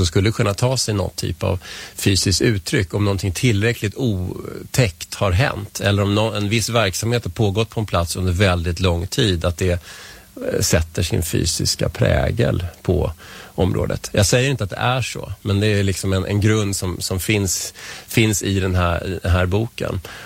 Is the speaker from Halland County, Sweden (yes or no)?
no; Vällingby, Stockholm County, Sweden; now in Nacka, Sweden; Jag kommer ju inte härifrån. Jag kommer från Vällingby från början och sen har jag bott i stan och jag har bott i Strängnäs då, som sagt.